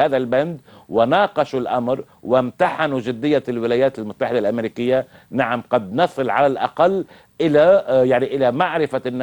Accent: Lebanon; نحن الآن معنا كلبنانيين

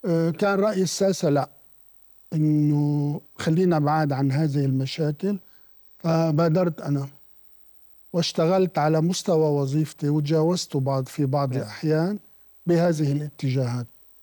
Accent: Beirut, Beirut Governorate, Lebanon; also born or lived in Kuwait; انتقلنا من الكويت ببداية طفولتي يعني لحد الست سبع سنين، وثم عاد من الكويت وسكن في بيروت. يعني نحن لم نسكن بصورة مستمرة في جنوب لبنان.

